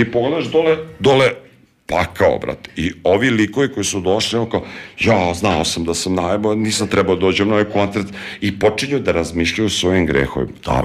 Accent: Serbia; Ne, mi smo iz Srbije, mi ubijemo ljude, panduri kod nas ubijaju ljude, to je kod nas normalno

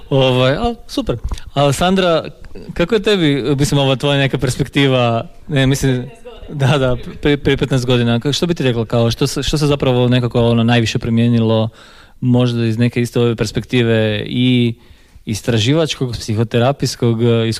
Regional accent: Poreč, Istria County, Croatia; moved away as an adult

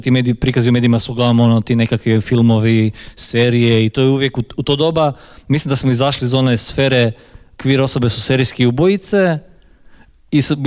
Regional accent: Poreč, Istria County, Croatia; moved away as an adult

